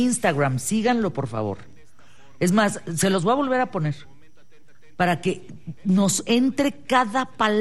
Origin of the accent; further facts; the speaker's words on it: Mexico; Somos mexicanos.